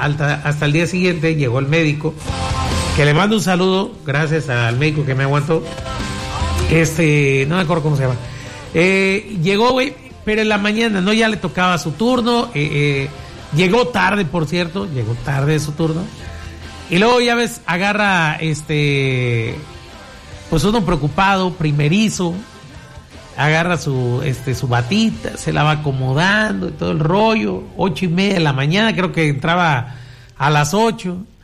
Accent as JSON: {"language": "Spanish", "country": "Mexico"}